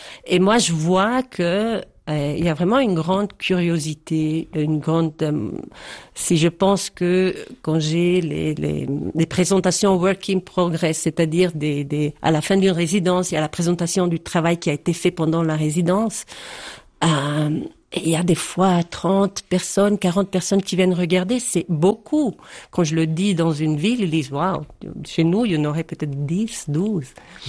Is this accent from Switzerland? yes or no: yes; Poschiavo, Graubünden, Switzerland; also born or lived in Geneva; Quand j'étais à Genève et puis on me demandait, et je disais je suis du Val Poschiavo, vous disiez ah waouh, chouette, les montagnes, etc.